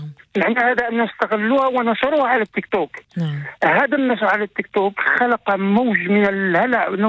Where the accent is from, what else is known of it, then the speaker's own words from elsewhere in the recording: Morocco; المغرب، وهذا بلدي وأنا أعتز به،